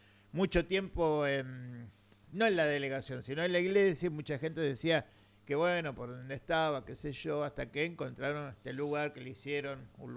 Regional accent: Buenos Aires, Argentina; Soy porteño.

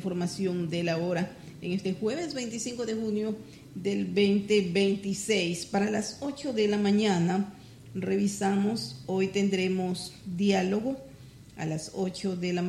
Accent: Ecuador

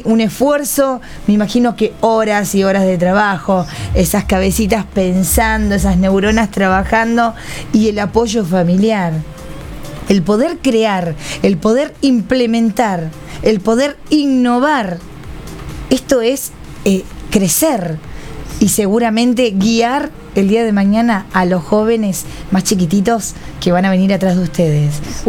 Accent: Uruguay; now in Argentina; A la gente de Uruguay también mis respetos, porque soy uruguaya, mis compatriotas.

